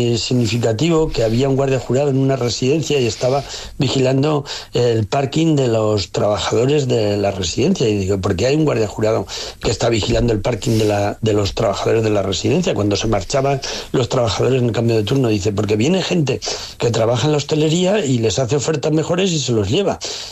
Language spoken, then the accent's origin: Spanish; Zaragoza, Aragon, Spain; yo soy de Zaragoza, de un pueblo muy pequeño de 400 habitantes